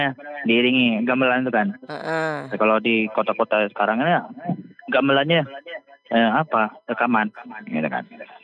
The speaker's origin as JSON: {"language": "Indonesian", "region": "West Sumatra", "country": "Indonesia", "said": "Kalau di daerahku sih, untuk kita Minangkabau sini pun juga sama itu."}